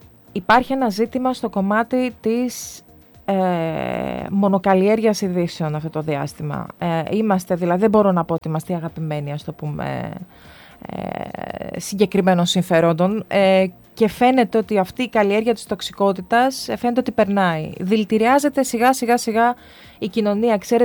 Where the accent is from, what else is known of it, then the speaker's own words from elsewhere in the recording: Eastern Macedonia and Thrace, Greece; επειδή εγώ είμαι και από το Βορρά, εγώ είμαι από τον Εύρο, ας το πούμε.